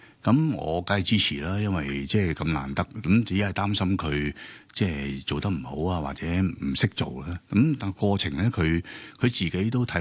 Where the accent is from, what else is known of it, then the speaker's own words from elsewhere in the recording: Hong Kong; born there; 我喺香港出生咧，獅子山下，係我出世嘅地方。